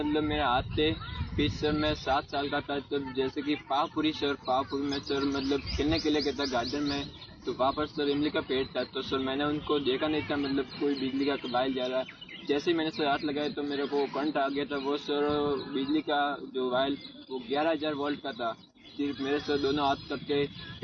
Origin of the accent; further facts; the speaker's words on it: Sirohi district, Rajasthan, India; मैं सर सिरोही जिले से हूँ।